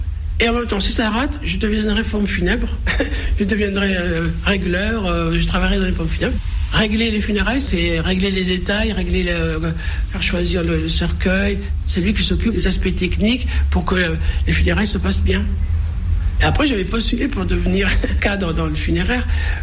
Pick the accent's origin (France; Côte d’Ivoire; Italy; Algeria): Algeria; Skikda, Skikda Province; born there; Je suis né en Algérie, à Skida, en 1963, ex-Philippeville.